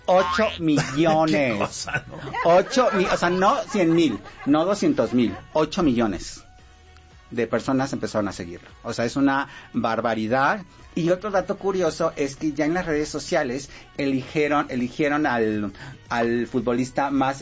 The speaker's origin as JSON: {"language": "Spanish", "country": "Mexico", "said": "me gusta K-pop y todo lo de Corea, pero soy mexicano y yo le voy a la selección mexicana."}